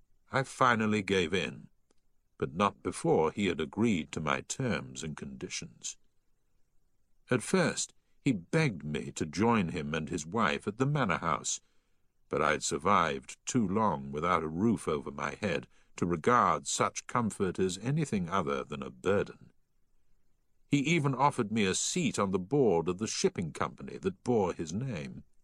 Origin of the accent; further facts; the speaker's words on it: Wells, South West England, United Kingdom; now in Bristol, United Kingdom; I changed my name, avoided my hometown of Wells in Somerset, and set off for Bristol.